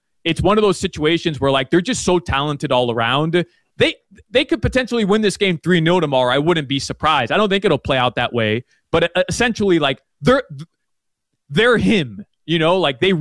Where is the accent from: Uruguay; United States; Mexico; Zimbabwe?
Uruguay; Personally, because I'm from Uruguay, and that's our biggest rival.